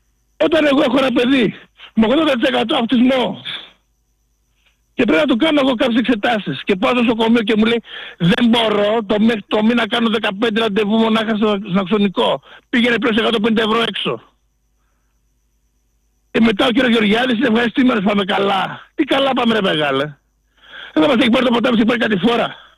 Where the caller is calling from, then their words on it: Volos, Thessaly, Greece; από το Βόλο